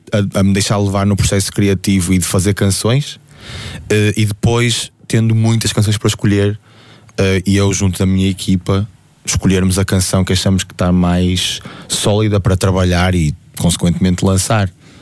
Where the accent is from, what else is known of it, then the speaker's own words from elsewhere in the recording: Porto, Norte, Portugal; Eu sou do Porto mesmo.